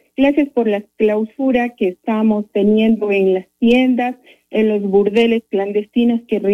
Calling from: Cuenca, Azuay, Ecuador; soy una moradora de Totoracocha.

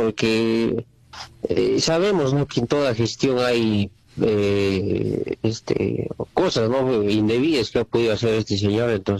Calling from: Tacna, Peru; desde Tacna.

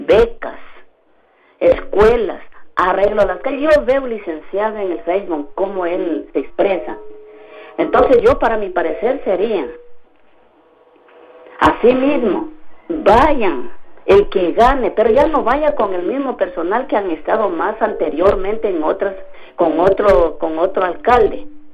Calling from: Catamayo, Loja, Ecuador

